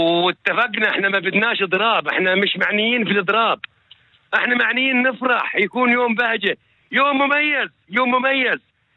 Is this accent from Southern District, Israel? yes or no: yes; Southern District, Israel; احنا بالنسبة عندنا في النقب